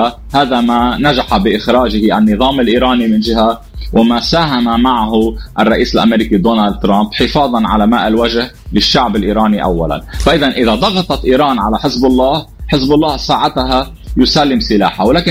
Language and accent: Arabic; Lebanon; نحن كلبنانيين